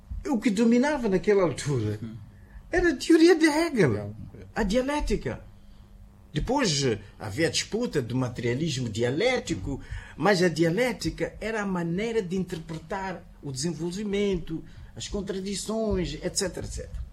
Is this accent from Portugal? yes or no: no; Mozambique; estamos a querer compreender quem somos nós como moçambicanos